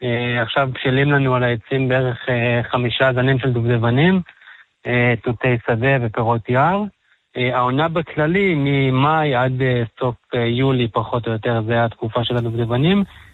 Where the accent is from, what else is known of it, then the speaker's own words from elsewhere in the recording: Golan Heights, Israel; אני בעצם נולדתי פה במושב שן.